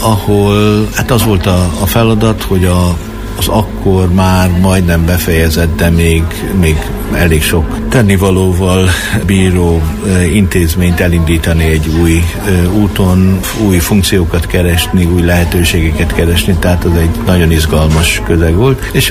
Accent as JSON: {"language": "Hungarian", "town": "Bükkaranyos", "region": "Borsod-Abaúj-Zemplén", "country": "Hungary", "tie": "born or raised there", "said": "Ha nem is a Bükkbe, de a Bükk alján, Bükkaranyos nevű településen nőttem fel, nőjettem fel valóban lelkész családban"}